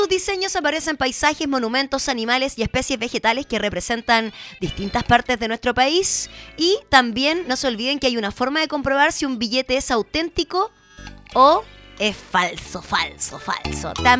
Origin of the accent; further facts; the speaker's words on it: Chile; tenemos una calle que se llama así en nuestra ciudad, al menos de donde soy oriunda. Y creo que casi en todas las ciudades de Chile se repiten los nombres